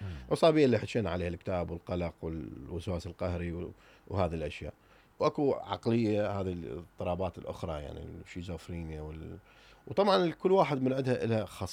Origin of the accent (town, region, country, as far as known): Iraq